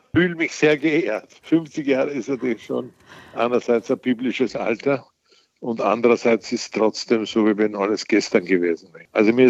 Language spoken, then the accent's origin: German; Austria; Ich bin in einem Industriedorf in Österreich aufgewachsen mit zwei Fabriken. Alle diese Leute haben in den zwei Fabriken gearbeitet, 6000 Einwohner, die Hälfte in einer Eisengießerei und die andere Hälfte in der Porzellanfabrik.